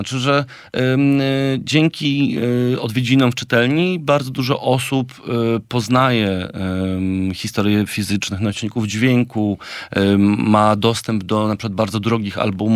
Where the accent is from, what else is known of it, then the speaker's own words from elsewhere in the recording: Warsaw, Masovian Voivodeship, Poland; ja jestem z Czerniakowa, więc dla mnie … jest jakby stałą, gdzieś tam zmienną w moim otoczeniu